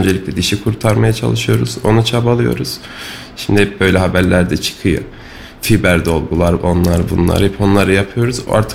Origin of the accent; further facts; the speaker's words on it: Kayseri, Turkey; also born or lived in Istanbul; Ben Kayseri doğumluyum.